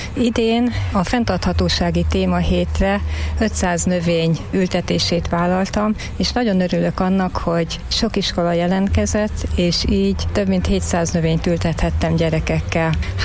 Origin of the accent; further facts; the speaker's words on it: Hungary; ha már magyarok vagyunk